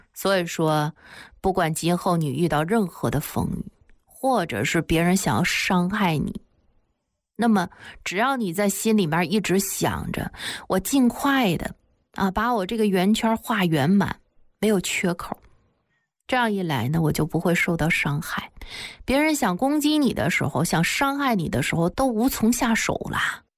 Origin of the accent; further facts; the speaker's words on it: Zedang, Tibet, China; 我就是在敬老院里长大的孤儿，关于我的身世，在整个的西藏山南的泽当镇。那几乎是家喻户晓了